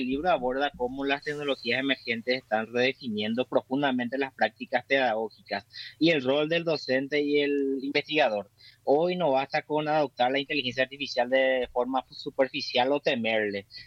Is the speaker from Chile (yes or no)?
no; Paraguay